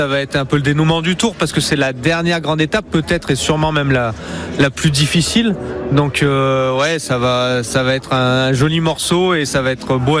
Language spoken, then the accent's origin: French; Le Bourg-d'Oisans, Auvergne-Rhône-Alpes, France; j'ai grandi à Bourdoisan avec le Tour de France régulièrement.